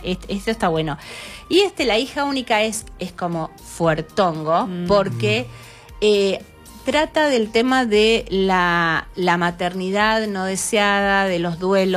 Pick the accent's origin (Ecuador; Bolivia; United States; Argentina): Argentina; Victorica, La Pampa; yo soy de un pueblo